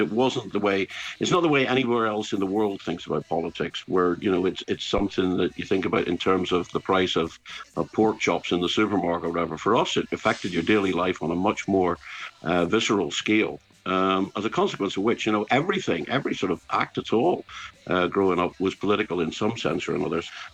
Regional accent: Belfast, Northern Ireland, United Kingdom; Growing up in Belfast

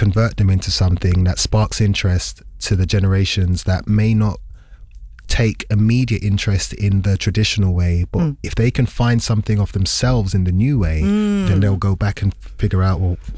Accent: United Kingdom; I'm British, but I'm also Caribbean.

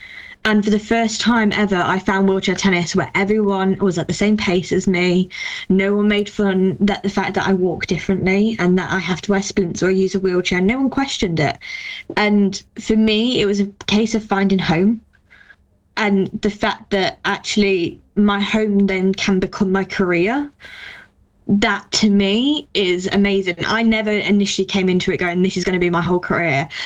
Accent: Nottingham, East Midlands, United Kingdom; I'm from Nottingham, born and bred

